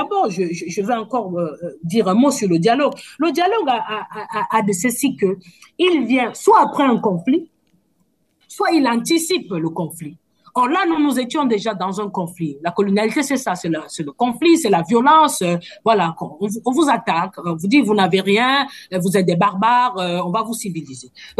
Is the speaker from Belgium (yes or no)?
no; Cameroon; J'ai été dans le bureau de ce qu'on appelle chez nous au Cameroun le Bensinet, c'est-à-dire le bureau exécutif national du syndicat des enseignants du supérieur.